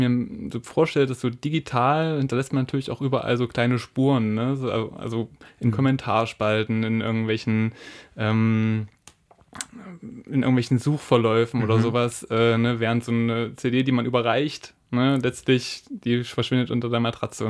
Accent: Saxony-Anhalt, Germany; ich komme aus der Nähe von Halle und da gibt es viele Dorffeste, die man auch nicht besuchen muss.

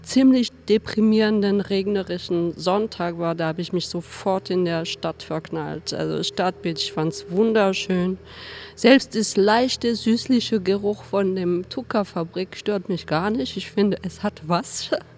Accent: Paris, Île-de-France, France; German is a second language; moved away as an adult; also born or lived in Berlin; now in Leipzig, Germany; Ich bin in Paris aufgewachsen. Bin mit 20 dann nach Berlin gezogen zum Studieren an der Kunsthochschule in Berlin.

